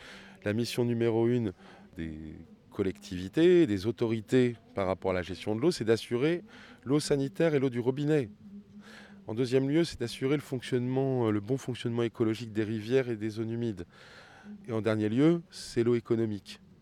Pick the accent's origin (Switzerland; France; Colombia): France; Beauvais, Hauts-de-France; born there; Je suis né à Beauvais